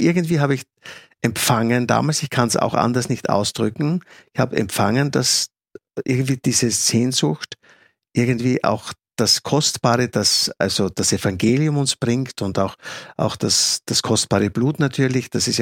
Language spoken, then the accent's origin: German; Styria, Austria; born there; Ich bin ja gebürtig aus der Steiermark, aus der Südoststeiermark.